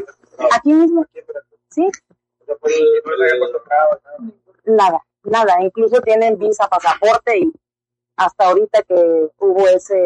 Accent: Veracruz, Mexico; Somos de aquí de Veracruz. También todos son aquí hijos nuestros, naturales nuestros.

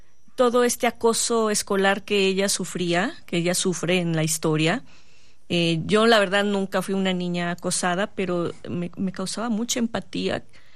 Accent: Poza Rica, Veracruz, Mexico; now in Mexico City, Mexico; Yo soy de provincia, de Poza Rica, Veracruz, y fui una chica con el sueño de venirme a la ciudad a hacer teatro, a estudiar.

